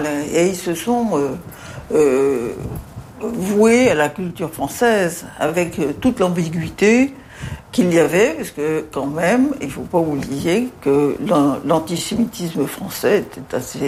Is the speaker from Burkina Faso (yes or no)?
no; Casablanca, Casablanca-Settat, Morocco; born there; Moi, je suis née à Casablanca, mon père est né en Algérie